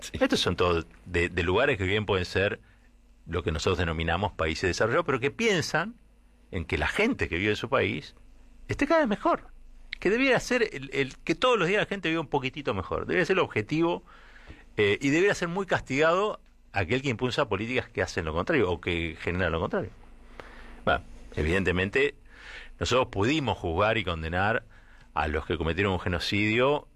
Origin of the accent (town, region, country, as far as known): Argentina